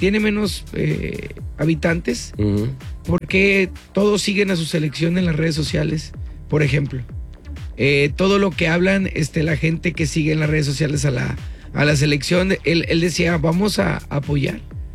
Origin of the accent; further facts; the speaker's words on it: Mexico; porque somos mexicanos.